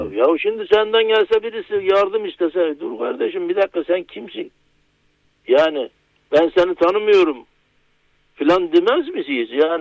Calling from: Gaziantep, Turkey; Antep'ten.

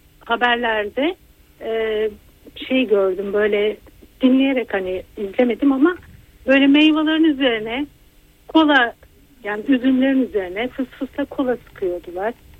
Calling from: Sakarya, Turkey; Ben Sakarya'dan arıyorum.

